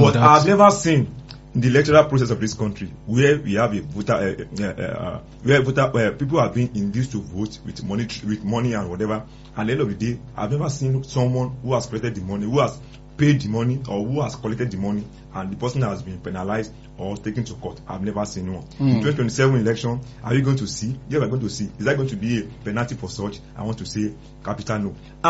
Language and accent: English; Osun, Nigeria; I'm also from Osun State, Elisha Igbogi to be precise.